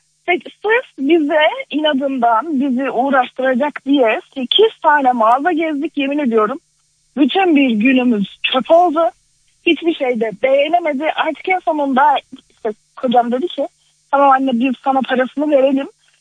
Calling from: Ankara, Turkey; Ankara'dan arıyorum.

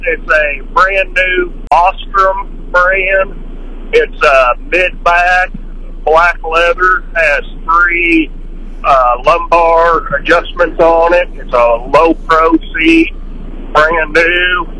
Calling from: Keytesville, Missouri, United States; Keatsville.

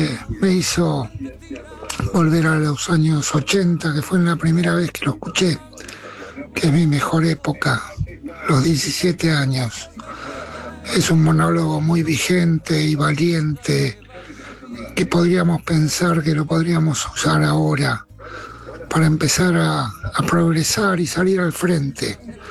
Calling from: Buenos Aires, Argentina

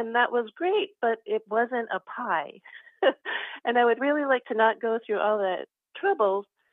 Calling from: Missouri City, Texas, United States; I'm calling from Missouri City, Texas.

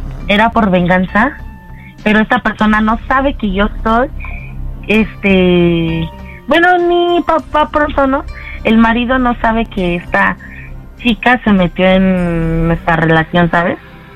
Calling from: Mexico City, Mexico; 28 y aquí de Coyoacán.

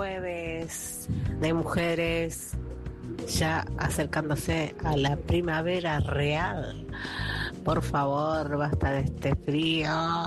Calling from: Valentín Alsina, Buenos Aires Province, Argentina

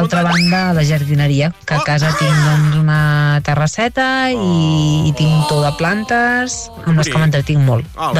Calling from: Sant Vicenç dels Horts, Catalonia, Spain; de Sant Vicenç dels Horts.

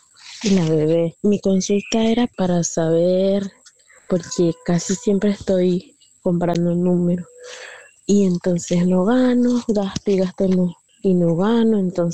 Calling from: Colón, Panama; mi fecha de nacimiento es el 18 de febrero de 2006, vivo en Colón, en la costa baja de Colón, y el pueblo donde vivo se llama Sirigán de los Laguitos.

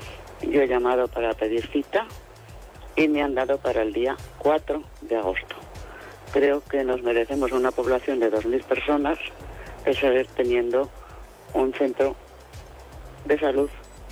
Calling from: La Cartuja Baja, Aragon, Spain; Vivo en La Cartuja

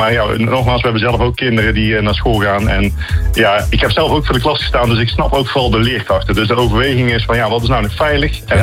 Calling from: Etten-Leur, North Brabant, Netherlands; Uit Etten-Leur.

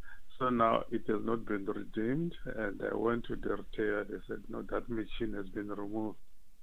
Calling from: Cape Town, Western Cape, South Africa; Yes, I'm calling from Cape Town. I'm calling from Cape Town.

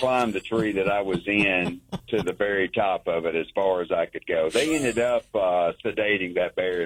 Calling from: Tennessee, United States; I'm calling from Middle Tennessee, close to Crossville.

